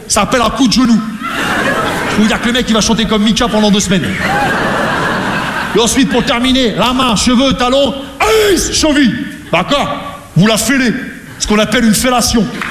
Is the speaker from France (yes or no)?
yes; Rouen, Normandy, France; Parce que je viens de Rouen, tu vois, la Normandie, les Vikings, on est tous un peu des.